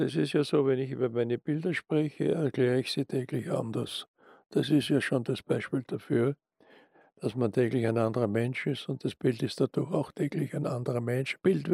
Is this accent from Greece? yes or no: no; Austria; Also, das ist mein Heimatland und ich bin natürlich Mitteleuropäer, das ist klar.